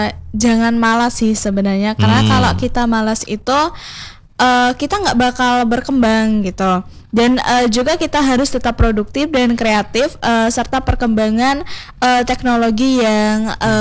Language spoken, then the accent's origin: Indonesian; Tanjung Kemuning District, Bengkulu, Indonesia; moved away; Tepatnya di Kecamatan Tanjung Kemuning, nah, di desa saya sendiri